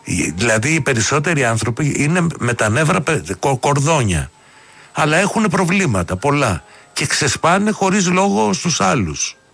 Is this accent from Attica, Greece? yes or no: yes; Athens, Attica, Greece; η πατρίδα μου η ιδιαίτερη, δεν είναι τα Χανιά, είναι η οδός Πατησίων. Δεν γεννήθηκα στα Χανιά.